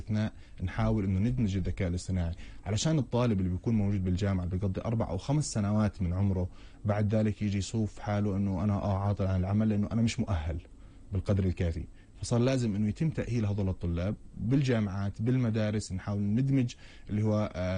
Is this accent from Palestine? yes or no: yes; Palestine